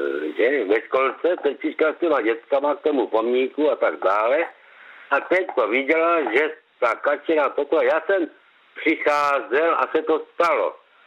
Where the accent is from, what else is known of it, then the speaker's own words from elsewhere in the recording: Krnov, Moravian-Silesian Region, Czechia; Já jsem rodák z Krnova